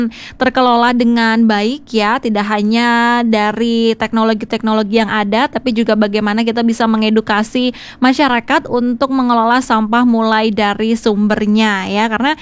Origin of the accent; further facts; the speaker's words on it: Bali, Indonesia; kita sebagai warga Bali